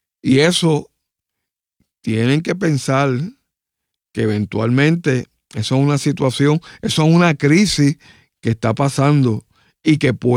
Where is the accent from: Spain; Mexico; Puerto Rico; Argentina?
Puerto Rico